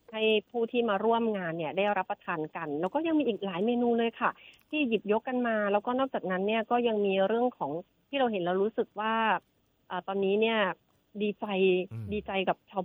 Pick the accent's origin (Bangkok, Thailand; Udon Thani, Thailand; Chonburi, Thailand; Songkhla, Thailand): Songkhla, Thailand; Krasae Sin; ดิฉันยิ่งดีใจเข้าไปอีกเพราะว่าดิฉันเป็นเด็กกระแสสินค่ะเป็นคนกระแสสิน